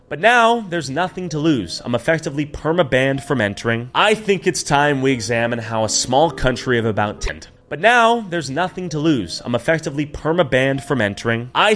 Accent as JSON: {"language": "English", "country": "United States", "said": "I, as an American"}